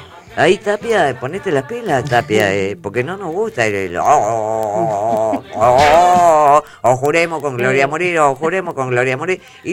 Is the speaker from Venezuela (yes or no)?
no; Argentina